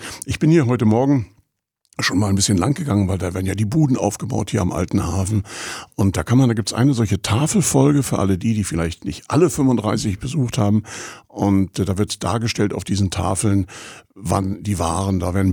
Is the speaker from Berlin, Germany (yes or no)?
no; Rostock, Mecklenburg-Vorpommern, Germany; born or raised there